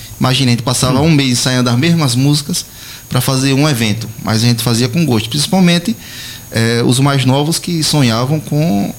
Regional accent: Penedo, Alagoas, Brazil; born there

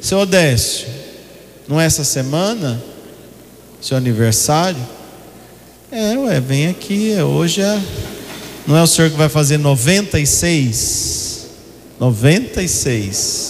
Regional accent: Brazil; nós somos brasileiros, né?

